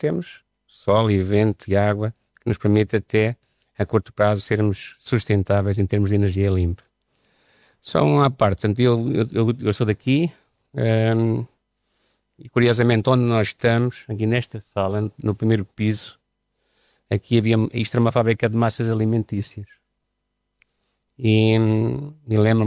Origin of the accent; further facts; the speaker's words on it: Pessegueiro, Aveiro, Portugal; porque nós somos aqui de Pessegueiro, e esta água do rio Voga é muito produtiva